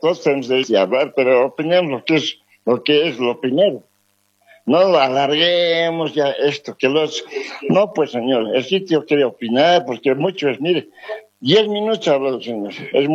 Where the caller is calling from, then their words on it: Cochabamba, Bolivia; de Cochabamba